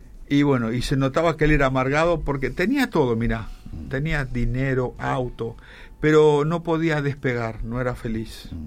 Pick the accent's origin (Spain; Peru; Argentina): Argentina; now in Paraguay; yo no le comenté a la audiencia que lamentablemente yo soy argentino.